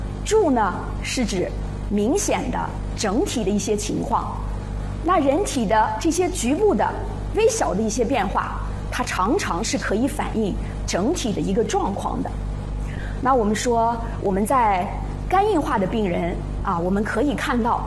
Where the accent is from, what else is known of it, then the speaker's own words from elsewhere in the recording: China; 我们中国人